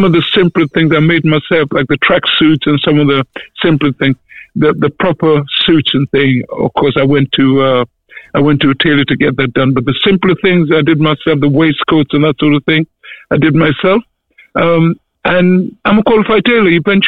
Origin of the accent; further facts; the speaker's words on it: United Kingdom; maybe because of the success in America as a British artist, a British black artist.